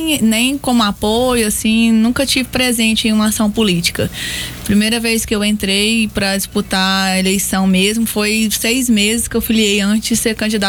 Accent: Anápolis, Goiás, Brazil; Campo Limpo era distrito, né? Eu nasci aqui em 1978. Nasci em Anápolis e morei na fazenda, né? Próximo de Campo Limpo e estudei em Campo Limpo, sendo município. Distrito de Anápolis, né?

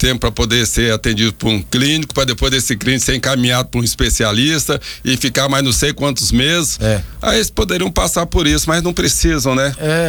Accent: Rio de Janeiro, Brazil; moved away; eu sou lá do Rio, a gente fala lá é favela

